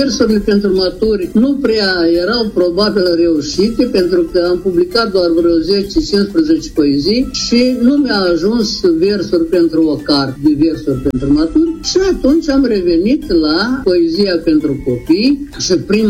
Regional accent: Cenușa, Florești District, Moldova; eu din satul meu Cenușa am trecut la școala din orășelul Leninsk, Ghindești astăzi, la școala mică.

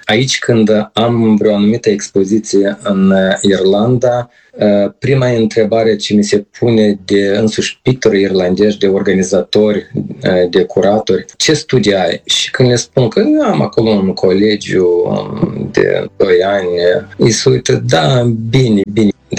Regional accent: Chișinău, Moldova; born there; Da, deci eu m-am născut în Chișinău, chiar în capitală. În fiecare vară, plându-mă la țară, am îndrăgit foarte mult simplitatea, modul de viață, frumusețea de la țară

